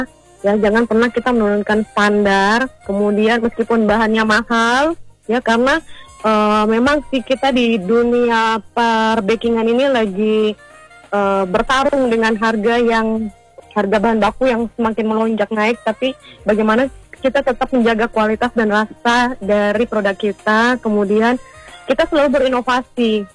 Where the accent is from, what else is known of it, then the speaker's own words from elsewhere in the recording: Merauke, South Papua, Indonesia; kita kan orang Merauke